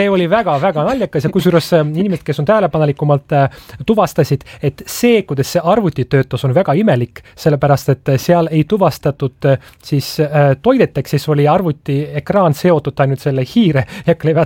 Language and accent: Estonian; Russia; mul on palju sõpru. Ma kasvasin siin isiksusena. Loodan rahu ja armastust, et kõik oleks hästi. Ma olen venelane ja toetan oma riiki.